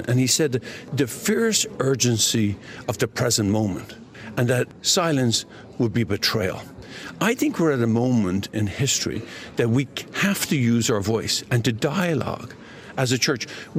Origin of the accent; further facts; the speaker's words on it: Ireland; moved away; I came from Ireland.